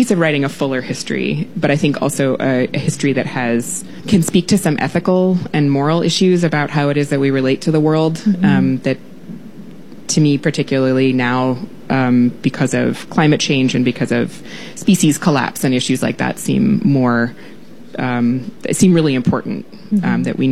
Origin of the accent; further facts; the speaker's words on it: Iowa, United States; moved away; where I grew up in Iowa